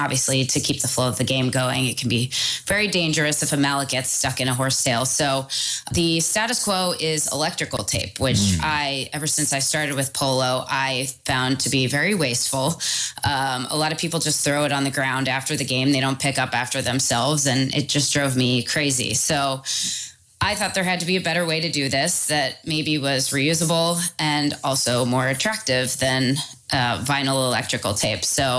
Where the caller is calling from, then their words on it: Indio, California, United States; I'm calling from Indio, California